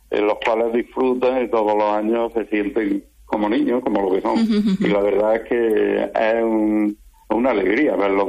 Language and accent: Spanish; Villanueva de Tapia, Andalusia, Spain; estamos aumentando el número de habitantes por el tema de la comunicación, por el tema de dónde se encuentra situado nuestro municipio